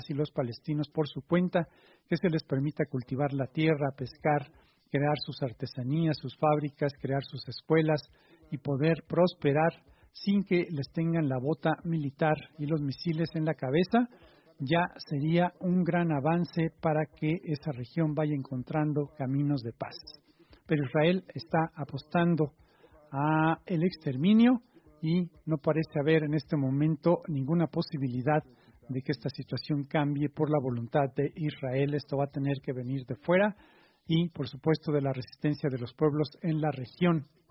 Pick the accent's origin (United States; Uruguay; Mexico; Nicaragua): Mexico